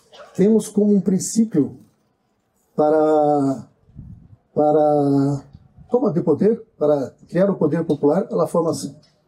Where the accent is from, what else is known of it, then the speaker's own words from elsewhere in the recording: Curitiba, Paraná, Brazil; eu sou de Curitiba, capital do estado do Paraná, região sul do Brasil